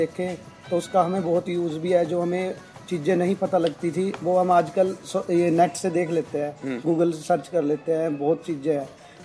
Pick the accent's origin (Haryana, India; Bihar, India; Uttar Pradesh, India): Haryana, India; Teja Mohri; मैं यहीं तेजा मोड़ी गांव का रहने वाला हूं